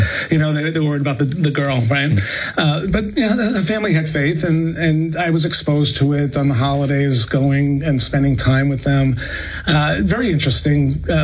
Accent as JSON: {"language": "English", "town": "Brooklyn", "region": "New York", "country": "United States", "tie": "born or raised there", "said": "where I grew up in Brooklyn, I grew up in a neighborhood that was 99% Jewish, right?"}